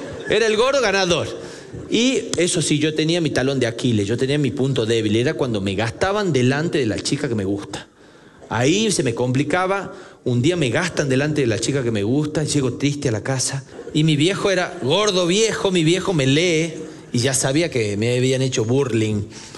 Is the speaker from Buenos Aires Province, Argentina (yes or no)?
no; Famaillá, Tucumán, Argentina; nací el 11 de diciembre del año 1978 en San Miguel de Tucumán. Yo iba a nacer en mi pueblo natal en Famaillá